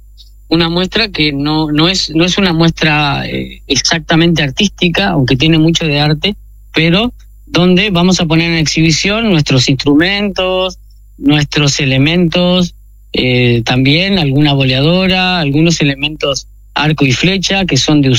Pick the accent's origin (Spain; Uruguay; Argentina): Uruguay; Mercedes, Soriano; born there; now in Montevideo, Uruguay; yo soy del interior, yo soy nacido en Mercedes, a orillas del río Jum, ¿no? Del río Negro. Amo el interior